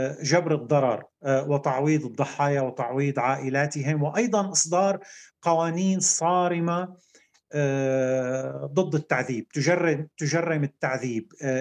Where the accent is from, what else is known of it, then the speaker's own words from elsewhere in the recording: Syria; ولكن فيما يخص بلدنا سوريا